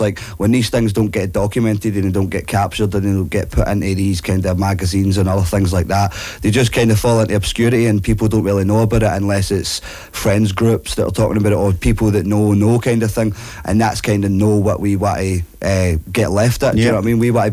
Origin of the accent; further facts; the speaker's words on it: Glasgow, Scotland, United Kingdom; I'm a Scottish rapper, producer, filmmaker from Govan.